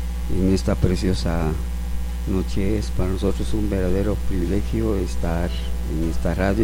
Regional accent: San Raimundo, Guatemala Department, Guatemala; nosotros venimos de San Raimundo

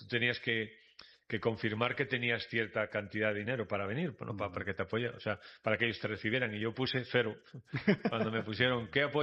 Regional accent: Vigo, Galicia, Spain; yo nací allí en España, ¿no? En España, y en una ciudad que se llama Vigo. Y el barrio donde nosotros crecimos, ¿no? Nosotros éramos cinco hermanos.

